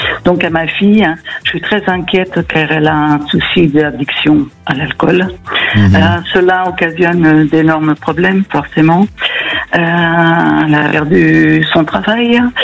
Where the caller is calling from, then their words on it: Île-de-France, France; de la région parisienne.